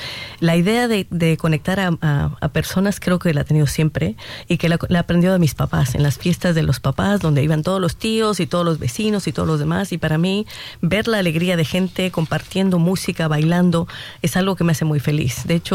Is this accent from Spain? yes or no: no; Bolivia; Para mí, bueno, como boliviana, el poder compartir con gente de mi país iniciativas como esta es algo que me llena mucho el corazón.